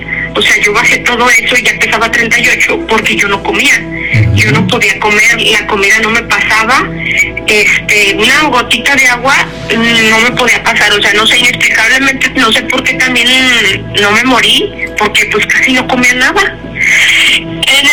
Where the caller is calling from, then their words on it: Aguascalientes, Mexico; Desde aquí de Aguascalientes, capital.